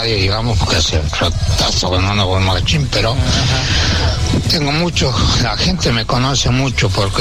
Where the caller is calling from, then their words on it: Tomás M. de Anchorena, La Pampa, Argentina; Acá en Anchorena